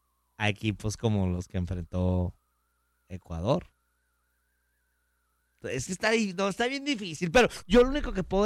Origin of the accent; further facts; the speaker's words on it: Mexico; now in United States; Entonces, a nosotros como mexicanos sí nos queda apoyar a nuestro México y luego decir, bueno, Team USA, porque es el país que nos ha dado la oportunidad de salir adelante, ¿no?